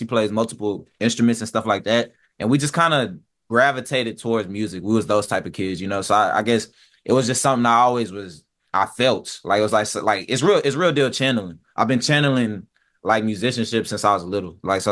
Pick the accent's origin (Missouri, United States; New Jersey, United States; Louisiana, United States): Louisiana, United States; I'm from Louisiana, so it's like the jazz is engraved in me.